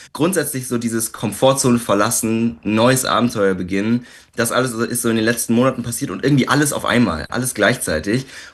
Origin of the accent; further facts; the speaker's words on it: Landsberg am Lech, Bavaria, Germany; moved away as an adult; now in Berlin, Germany; dass ich ja jetzt auch in Berlin wohne für eine Zeit. Ich komme ja eigentlich aus Landsberg, aus einem Dörfchen oder so ein Städtchen